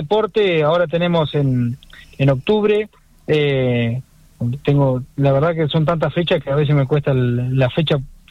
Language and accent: Spanish; 25 de Mayo, Argentina